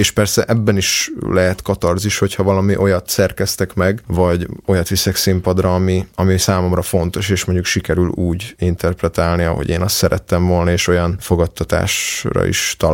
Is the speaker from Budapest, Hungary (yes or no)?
no; Derecske, Hajdú-Bihar, Hungary; Derecske szélén laktunk, tehát a határ közel volt, a nagyszüleimnek az otthoni gazdasága az ilyen természetes közeg volt